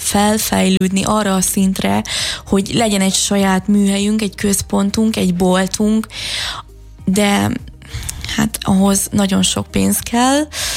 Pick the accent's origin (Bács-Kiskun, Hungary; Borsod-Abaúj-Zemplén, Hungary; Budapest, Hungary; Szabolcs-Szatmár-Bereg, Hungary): Budapest, Hungary; Én budapesti vagyok